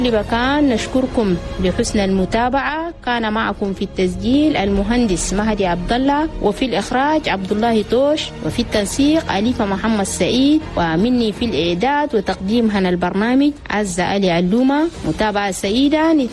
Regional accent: Chad; عاداتنا وتقاليدنا وقيمنا التشاديه ودائما خليه يكون بيناتنا نشر هنا رساله ثقافه السلام والتعايش السلمي لان بلدنا تشاد كان زمان الناس يرفوها بالحروب وعدم الاستقرار

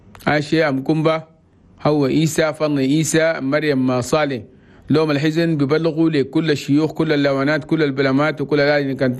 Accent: Chad; بقول الله يقبل صلاته وكل الصدقات عشان ربنا بيجيب لنا العافية والسلام في بلدنا تشاد.

